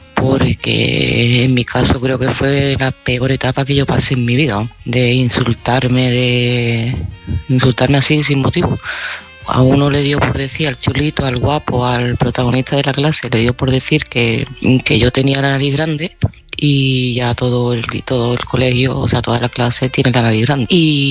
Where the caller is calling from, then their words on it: Seville, Andalusia, Spain; de Sevilla y este mensaje va para Lola.